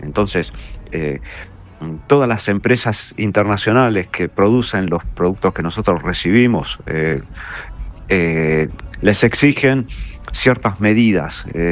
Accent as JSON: {"language": "Spanish", "country": "Argentina", "moved": "as an adult", "lives_now": "Dhaka, Bangladesh", "said": "soy argentino."}